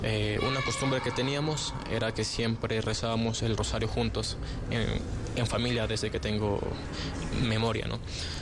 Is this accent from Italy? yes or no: no; Quito, Pichincha, Ecuador; Tengo 22 años. Soy de Quito.